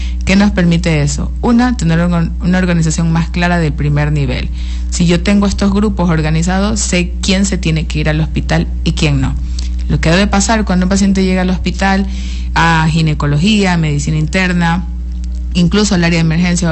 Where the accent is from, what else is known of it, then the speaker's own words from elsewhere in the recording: Esmeraldas, Ecuador; moved away as an adult; now in Morona Santiago, Ecuador; Bueno, yo soy esmeraldeña. En todos los ámbitos, esmeraldeña de Esmeraldas, la original, y siempre digo esmeraldeña de la Esmeraldas Oriental también. Hace ya 10 años, casi 11 años que vivo en Morona, Santiago.